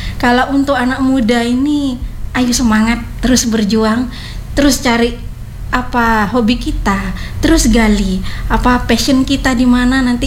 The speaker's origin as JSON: {"language": "Indonesian", "town": "Bondowoso", "region": "East Java", "country": "Indonesia", "moved": "as an adult", "lives_now": "Kupang, Indonesia", "said": "Kita satu kota kak, dari Bondowoso, Jawa Timur."}